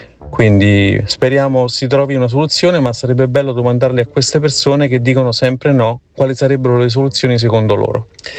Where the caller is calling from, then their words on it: Rome, Lazio, Italy; io sono di Roma